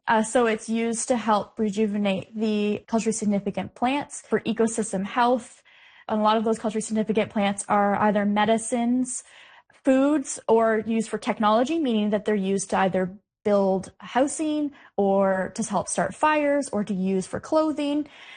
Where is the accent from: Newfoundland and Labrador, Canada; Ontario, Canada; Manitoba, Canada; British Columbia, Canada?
Ontario, Canada; I grew up on Georgian Bay